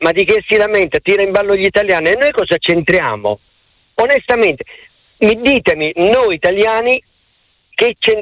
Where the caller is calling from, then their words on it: Legnano, Lombardy, Italy; Sì, da Legnano